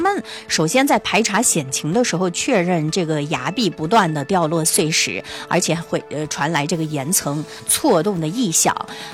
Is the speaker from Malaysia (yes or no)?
no; China; 我们中国人也挺喜欢去看看